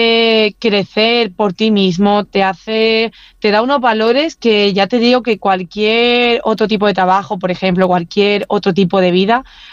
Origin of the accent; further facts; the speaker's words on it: Huelva, Andalusia, Spain; cuando bajé a mi tierra, a Huelva, y lo pude disfrutar con mi familia.